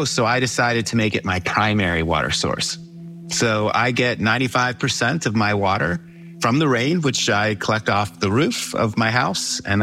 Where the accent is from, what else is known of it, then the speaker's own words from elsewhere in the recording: Tucson, Arizona, United States; as I got older growing up in Tucson.